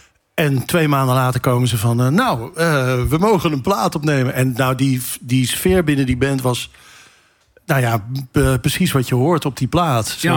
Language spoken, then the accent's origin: Dutch; Rotterdam, South Holland, Netherlands; En ik kom uit Rotterdam-Kralingen.